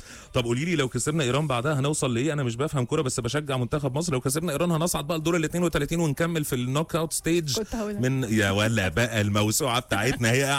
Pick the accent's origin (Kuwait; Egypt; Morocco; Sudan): Morocco; من المغرب وبيعجبني برنامج معاك في السكه.